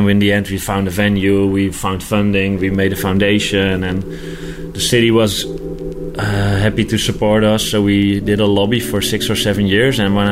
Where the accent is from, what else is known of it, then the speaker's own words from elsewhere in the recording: Netherlands; English is a second language; I'm owner of Nine Yards, working now for a long time in the skateboarding industry.